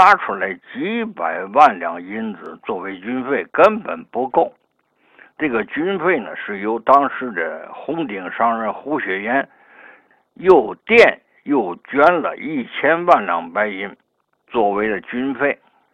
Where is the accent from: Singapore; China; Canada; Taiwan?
China; Tianjin